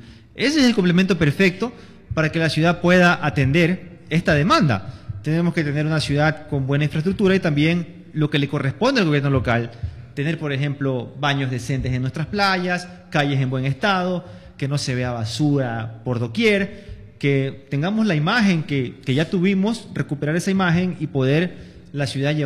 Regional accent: Manta, Manabí, Ecuador; yo soy de Manta. Manta, ¿y dónde está Manta? Yo les digo, mira, es un puerto

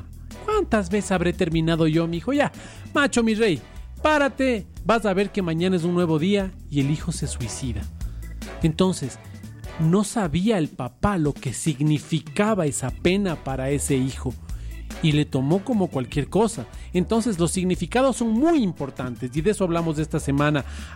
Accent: Quito, Pichincha, Ecuador; Y soy los quiteños.

